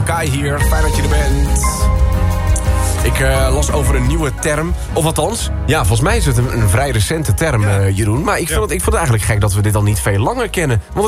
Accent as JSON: {"language": "Dutch", "country": "Netherlands", "said": "Kijk, als Nederlanders zijn wij hartstikke voorspelbaar, natuurlijk."}